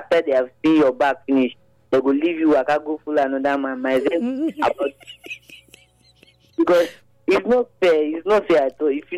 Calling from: Nigeria; from GRA.

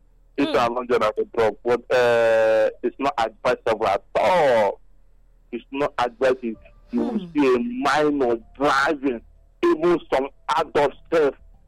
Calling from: Benin City, Edo, Nigeria; I'm reaching from Ipoba Hill.

